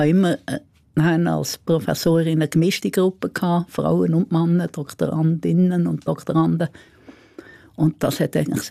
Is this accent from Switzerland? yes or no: yes; Solothurn, Switzerland; Ich bin zwar nicht Berner, ich bin Solothurner